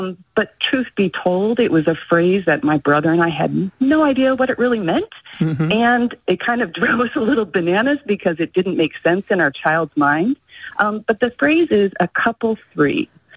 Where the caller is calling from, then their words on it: Tucson, Arizona, United States; I am calling from Tucson, Arizona today.